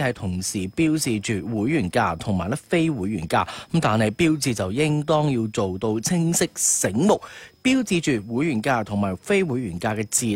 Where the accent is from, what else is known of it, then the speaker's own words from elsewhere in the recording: Guangdong, China; 我哋广东人